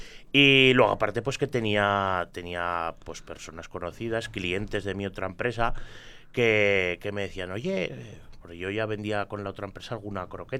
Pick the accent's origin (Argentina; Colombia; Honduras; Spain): Spain; Grañén, Aragon; mi pueblo, en Grañén